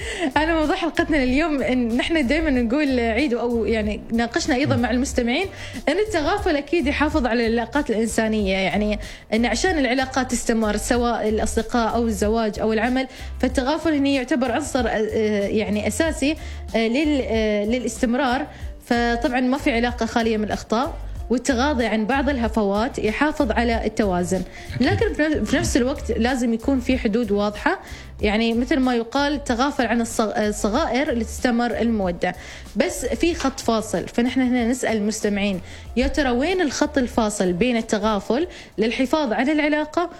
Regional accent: Oman; نحن كعمانيين

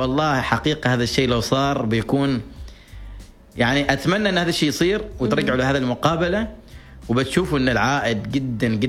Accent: Oman; هنا عندنا في عمان

